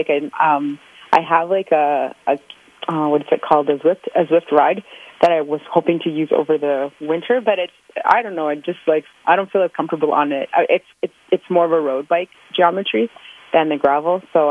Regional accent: Toronto, Ontario, Canada; now in Ottawa, Canada; Yeah, that's where I live now, but born and raised in Scarborough.

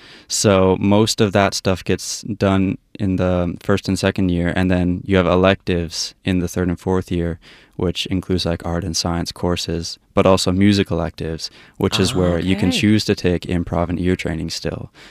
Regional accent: Alberta, Canada; now in Toronto, Canada; even though I'm from Alberta. Mm-hmm. I grew up there.

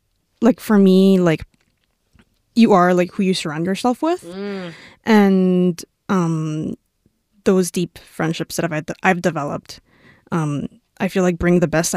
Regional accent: Honduras; growing up, I moved a lot from different places, and then of course, like I'm from Honduras

